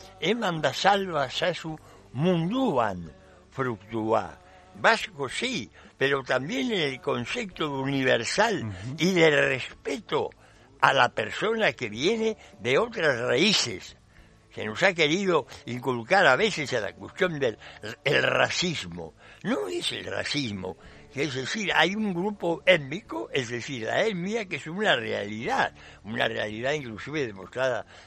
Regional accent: Argentina; Yo soy argentino. Sería argentino como aquella frase que se repetía cuando yo era joven, argentino hasta la muerte. Pero me siento consciente de mis raíces vascas

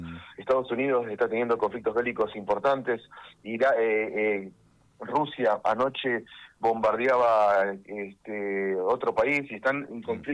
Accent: Argentina; nosotros nos criticamos como argentinos

